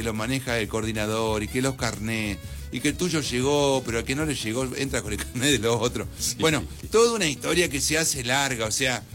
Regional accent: Carmen de Patagones, Buenos Aires Province, Argentina; No, pero somos de Patagones, Viedma, sacá esto antes que te llenemos el coso de patada, ¿no?

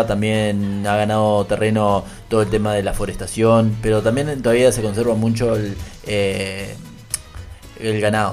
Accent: Sarandí de Navarro, Río Negro, Uruguay; now in Maldonado, Uruguay; Yo me crié en Sarandí de Navarro y soy de Sarandí de Navarro hasta el final.

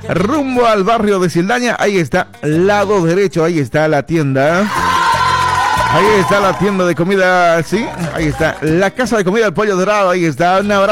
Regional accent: Gutiérrez, Santa Cruz, Bolivia; Un abrazo hasta Camiri, mi tierra querida. Yo soy de Gutiérrez, cerquita, cerquita de Camiri, claro que sí. La capital petrolera de Bolivia.

